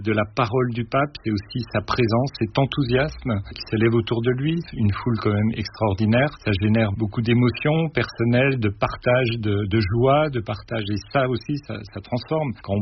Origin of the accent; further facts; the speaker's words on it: Normandy, France; On sera très fiers de les arborer puis de montrer qu'on est là en tant que normand.